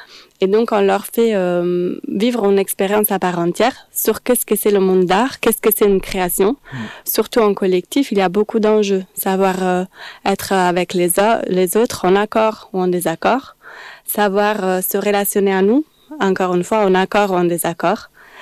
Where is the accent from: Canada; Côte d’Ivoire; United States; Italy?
Italy; Milan, Lombardy; now in Montpellier, France; Oui, alors moi j'ai grandi en Italie. J'ai eu la chance, dans ma ville à Milan, il y avait déjà un petit chapiteau qui avait surgi.